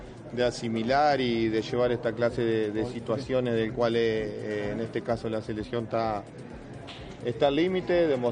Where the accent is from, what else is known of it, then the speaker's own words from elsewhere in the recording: Uruguay; porque somos uruguayos